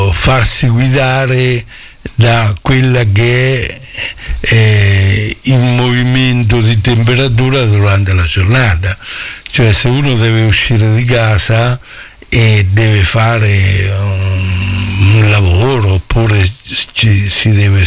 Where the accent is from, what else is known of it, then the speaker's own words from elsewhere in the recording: Montappone, Marche, Italy; born there; detto da me che sono nato a Montappone, che dove i cappelli si fanno per tutto il mondo